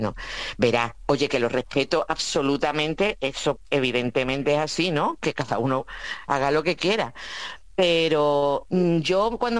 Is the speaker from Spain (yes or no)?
yes; Seville, Andalusia, Spain; Entonces, digamos que la fuimos repoblando gente de fuera, como mis padres, ¿no? Que somos, éramos de Sevilla, que fuimos comprando las casas medio destruidas y las fuimos renovando.